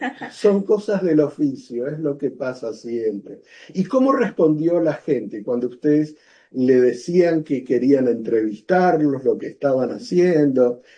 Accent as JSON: {"language": "Spanish", "country": "Argentina", "said": "Y yo soy originario de Argentina."}